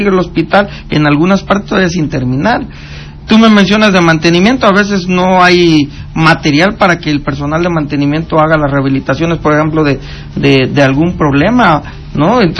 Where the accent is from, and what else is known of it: Petatlán, Guerrero, Mexico; born or raised there; now in Zihuatanejo, Mexico